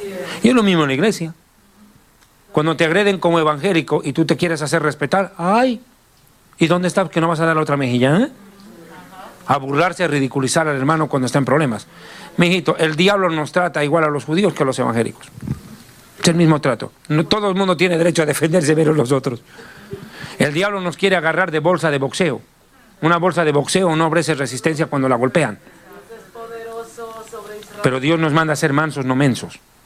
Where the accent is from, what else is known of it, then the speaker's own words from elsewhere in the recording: Bolivia; Aprovecho de mandar un saludo a todas las madres bolivianas. En mi país es el Día de la Madre.